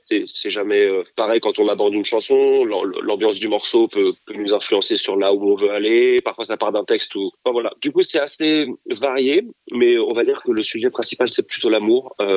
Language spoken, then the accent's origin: French; France; en tant que Français, faut chanter dans les règles avec le bon accent